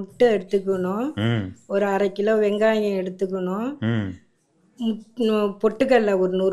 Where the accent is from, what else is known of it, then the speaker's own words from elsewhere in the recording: Nallambal, Puducherry, India; சொந்த ஊர் வந்து இதே தான், நல்லம்பல் தான்.